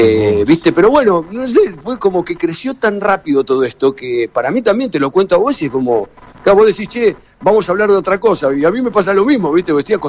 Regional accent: Haedo, Buenos Aires Province, Argentina; yo soy de Aedo, ¿no? Oriundo de Aedo, de provincia de Buenos Aires, del oeste, y me acuerdo que siempre agarramos una calle que se llama Lavallol, que era por la cual vivíamos nosotros.

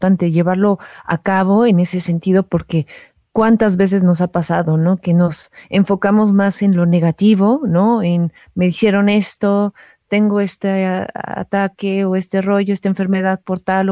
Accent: Costa Rica; en mi país, Costa Rica, en los años 60

